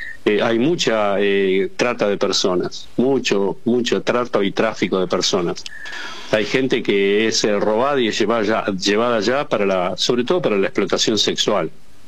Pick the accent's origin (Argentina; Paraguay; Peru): Argentina